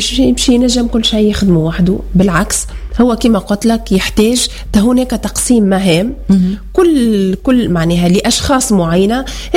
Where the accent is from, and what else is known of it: Tunisia